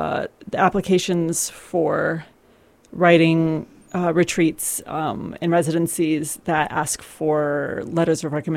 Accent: California, United States; moved away as an adult; now in Vermont, United States; I grew up in California.

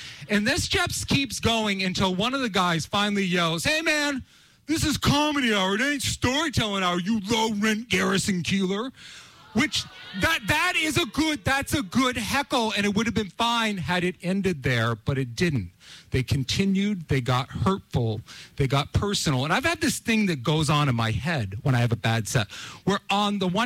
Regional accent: Canada; We're sorry we didn't say anything. We're Canadian.

